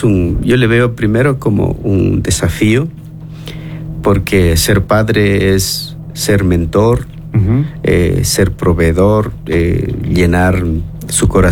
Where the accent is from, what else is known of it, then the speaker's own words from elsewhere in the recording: Cañar, Ecuador; born there; now in Cuenca, Ecuador; yo nací en Cañar. Esta ciudad me ha adoptado.